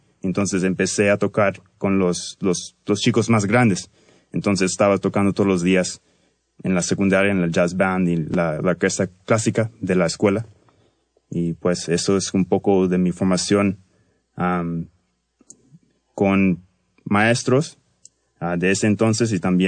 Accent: Vancouver, British Columbia, Canada; Soy de Vancouver, Canadá. Nací en Vancouver, Canadá. Mi mamá es de Lima, Perú. Mi papá es de Santiago de Chile. Y sí, es mi primera vez acá en la Ciudad de México.

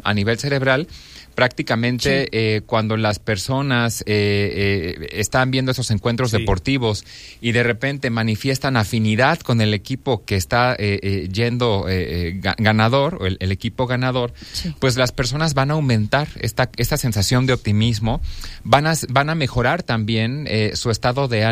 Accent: Mexico; nosotros como mexicanos

